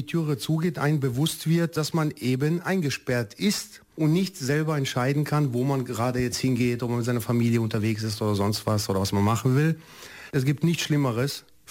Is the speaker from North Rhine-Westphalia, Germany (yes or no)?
yes; Düsseldorf, North Rhine-Westphalia, Germany; also born or lived in Mostar, Bosnia and Herzegovina; Ich bin 46 Jahre alt, geboren in Mostar in Bosnien-Herzegowina, bin aber kroatischer Staatsbürger, aber bin eben seit 1986 in Deutschland, also aufgewachsen, groß geworden in Düsseldorf.